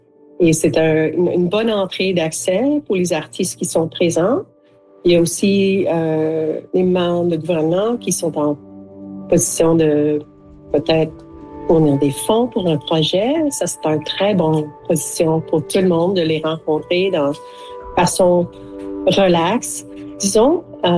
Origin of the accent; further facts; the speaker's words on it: Ontario, Canada; puis je viens de l'est de l'Ontario et nos produits sont plutôt le bois, le pierre et les vaches.